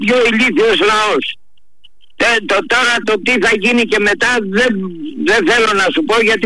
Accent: Marousi, Attica, Greece; είμαι από Μαρούσι.

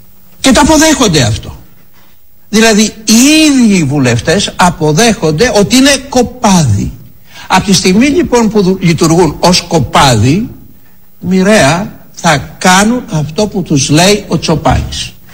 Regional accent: Mani, Peloponnese, Greece

